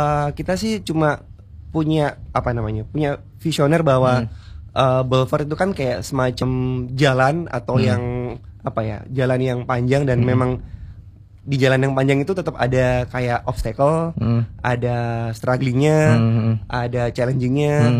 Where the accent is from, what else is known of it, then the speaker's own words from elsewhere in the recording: Surabaya, East Java, Indonesia; kita juga berasal dari Indonesia, dari Surabaya.